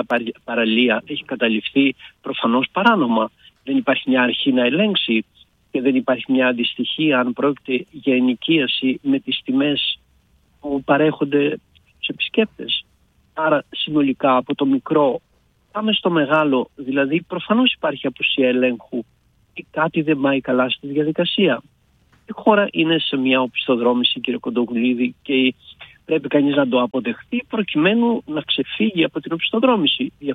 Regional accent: Peloponnese, Greece; Στα Κύθηρα, είμαι στο χωριό μου απέναντι από τα Κύθηρα που βρέθηκα χθες και θα φύγω το απόγευμα.

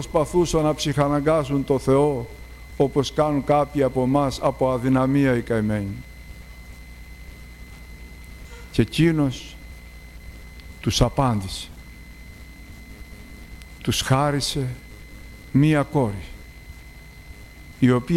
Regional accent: Dimitsana, Peloponnese, Greece; born there; Στα μέρη μας στη Δημητσάνα την έχουν πολιούχο και έχουμε μεγαλώσει με την ανάσα της και την αγάπη της και τη στοργή της.

